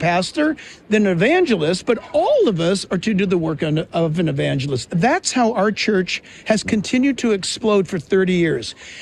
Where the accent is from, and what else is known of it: California, United States